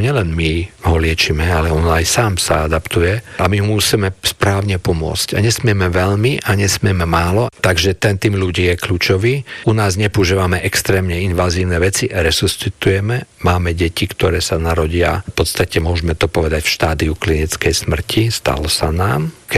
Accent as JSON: {"language": "Slovak", "town": "Košice", "region": "Košice Region", "country": "Slovakia", "said": "Á, tak ja som Košičan."}